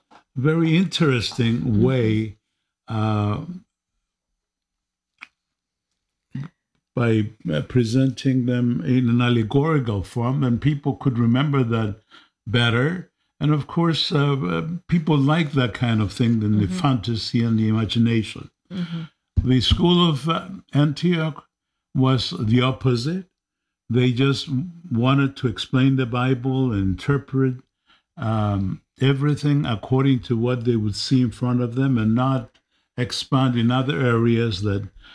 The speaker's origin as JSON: {"language": "English", "country": "Cyprus", "said": "I come from Cyprus, the island of Cyprus, which was part of the Patriarchate of Antioch."}